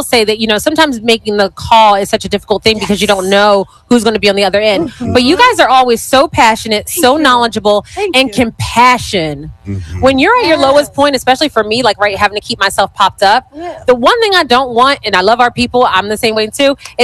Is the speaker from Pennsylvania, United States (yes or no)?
yes; Philadelphia, Pennsylvania, United States; I'm born and raised in Philadelphia. My grandfather was a Philadelphia police officer.